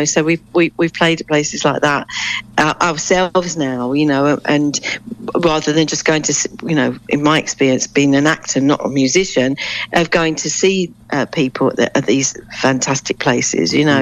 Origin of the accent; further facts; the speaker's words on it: London, United Kingdom; because I come from the East End and knew Stevie. From when I was 8 years old